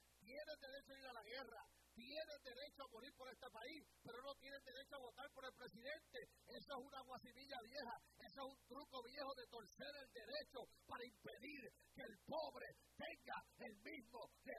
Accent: Puerto Rico; now in United States

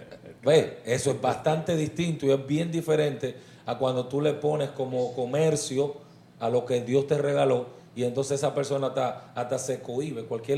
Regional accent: Distrito Nacional, Dominican Republic; Soy de la capital.

